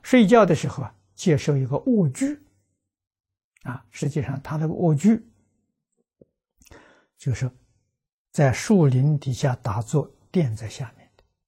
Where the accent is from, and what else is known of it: China